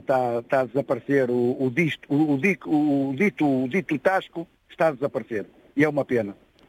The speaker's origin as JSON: {"language": "Portuguese", "town": "Porto", "region": "Norte", "country": "Portugal", "tie": "born or raised there", "lives_now": "Vila Nova de Gaia, Portugal", "said": "eu sou da terra da tripa, do modo do Porto e da Boa Francesinha. Eu sou do Porto, nascido e criado no Porto. Moro em Vila Nova de Gaia, Valadares."}